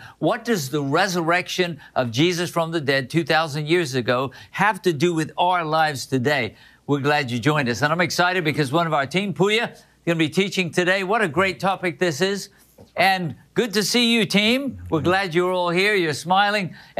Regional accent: United Kingdom; Here is a note also from Europe from a donor in the United Kingdom. That's my home country, right?

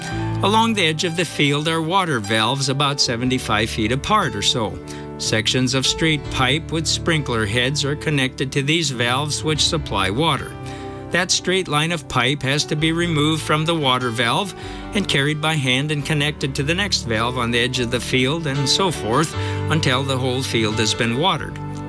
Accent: South Dakota, United States; The farm I grew up on in South Dakota didn't have irrigation, so I don't know a whole lot about it.

